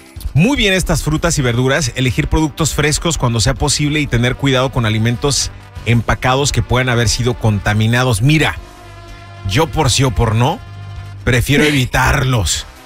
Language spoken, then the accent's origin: Spanish; Mexico; España nos acaba de robar a los mexicanos algo muy valioso.